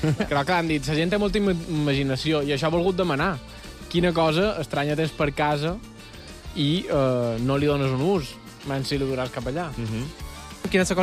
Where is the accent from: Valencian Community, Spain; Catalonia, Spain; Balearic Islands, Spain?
Balearic Islands, Spain